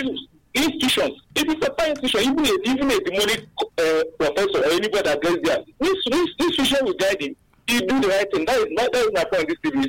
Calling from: Isokom, Ebonyi, Nigeria; I'm calling from Isokom in Onitsha local government area of Ebonyi State.

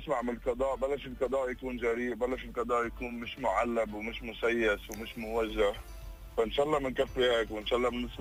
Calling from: Dubai, United Arab Emirates; انا من دبي

